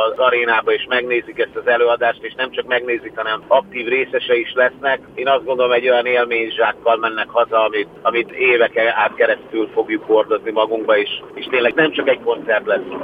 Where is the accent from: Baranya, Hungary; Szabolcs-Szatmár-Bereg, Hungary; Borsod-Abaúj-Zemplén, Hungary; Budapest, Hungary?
Szabolcs-Szatmár-Bereg, Hungary; Nyíregyháza; aminek lesz Nyíregyházán is, hogyha ott jársz éppen a szülővárosunkban, akkor gyere, szeretettel várunk.